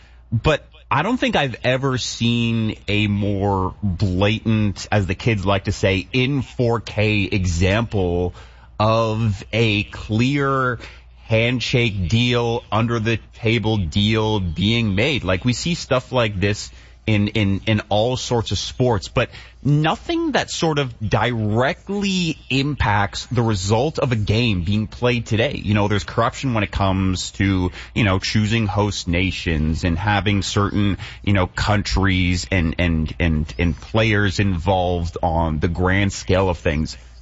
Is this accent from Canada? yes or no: yes; Canada; as a Canadian and a Canadian soccer fan.